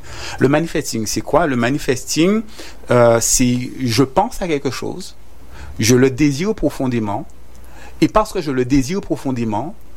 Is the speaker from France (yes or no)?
yes; Guadeloupe, France; particulièrement, je reste chez nous en Guadeloupe, qui sont d'ordre culturel.